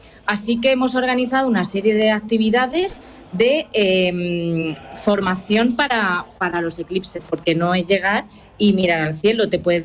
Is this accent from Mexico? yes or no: no; Spain; accent: southern